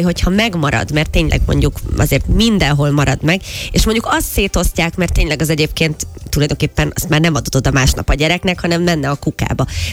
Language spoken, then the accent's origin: Hungarian; Budapest, Hungary; én ugye 18. kerületben nőttem föl